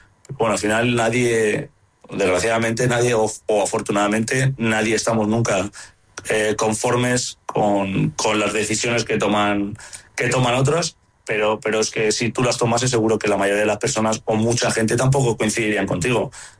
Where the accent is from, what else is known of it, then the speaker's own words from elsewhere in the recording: Spain; me considero parte de ello, o sea, como español que me siento, creo que tenemos una selección magnífica